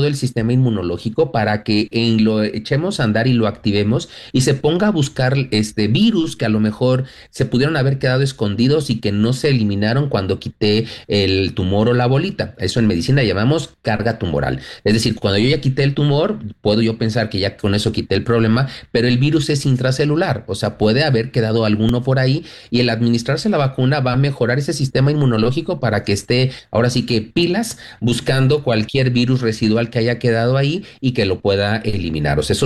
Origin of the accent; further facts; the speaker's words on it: Mexico; y yo soy mexicano y estoy consciente de que nuestra medicina tradicional tiene